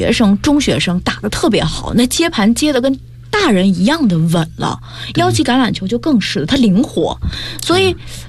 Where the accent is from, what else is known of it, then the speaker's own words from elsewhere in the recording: Zhejiang, China; now in Beijing, China; 我的老家在浙江，是有皮划艇的这种传统的